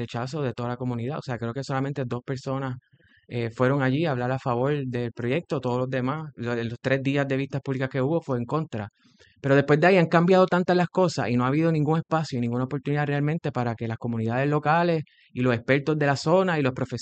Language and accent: Spanish; Cabo Rojo, Puerto Rico; yo soy de Cabo Rojo y yo, esa es mi área